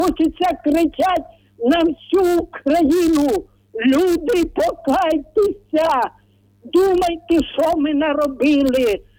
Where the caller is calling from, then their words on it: Vorzel, Kyiv Oblast, Ukraine; Я із Ворзеля